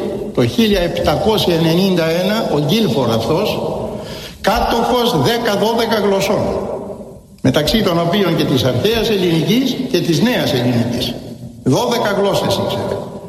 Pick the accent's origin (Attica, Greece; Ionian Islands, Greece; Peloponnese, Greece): Ionian Islands, Greece; Corfu; στην πατρίδα μου την Κέρκυρα